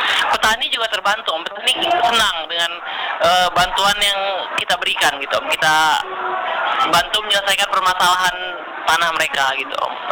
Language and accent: Indonesian; Kepahiang, Bengkulu, Indonesia; Saya asli Kepahyang, lahir di Kepahyang. Kepahyang itu dataran tinggi, yo. Bisa di 600 sampai 1.200, 1.300 mdpl.